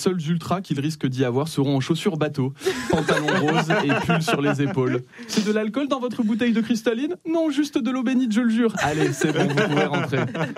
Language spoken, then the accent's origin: French; Metz, Grand Est, France; now in Paris, France; Parce que oui, j'ai grandi à Metz.